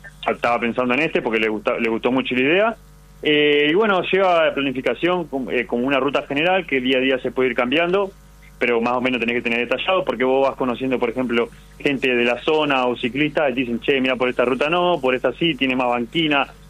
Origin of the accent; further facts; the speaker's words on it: Gualeguaychú, Entre Ríos, Argentina; salimos de la ciudad de Gualeguaychú, somos los tres oriundos de ahí.